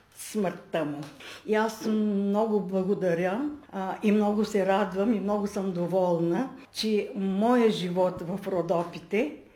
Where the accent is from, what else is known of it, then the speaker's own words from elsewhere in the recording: Nikopol, Pleven Province, Bulgaria; born there; now in Rhodope Mountains, Bulgaria; Обаче имаха претенции от Плевен и от моя град Никопол.